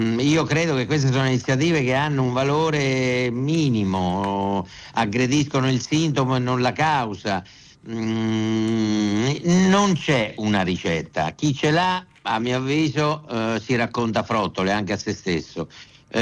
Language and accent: Italian; Umbria, Italy; io sono umbro